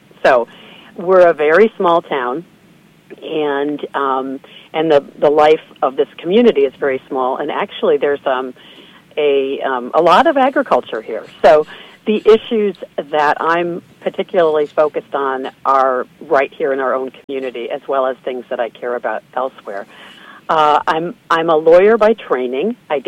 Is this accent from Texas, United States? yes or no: no; Kalamazoo, Michigan, United States; moved away as an adult; also born or lived in New York; I worked for a law firm in Kalamazoo, Michigan, my hometown.